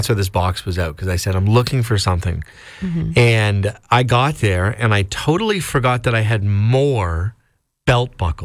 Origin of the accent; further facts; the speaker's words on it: Waterloo, Ontario, Canada; now in Barrie, Canada; I had to travel back to my hometown, Waterloo